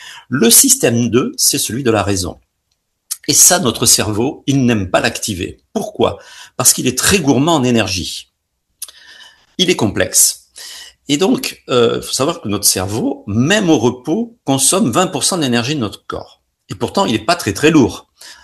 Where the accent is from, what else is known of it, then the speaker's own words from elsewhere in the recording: Perpignan, Occitanie, France; born there; also born or lived in Jura / Paris; Je suis né à Perpignan. J'ai après un cursus dans mes études d'optique dans le Jura, puis j'ai travaillé à Paris et je suis revenu donc en 1989 à Perpignan.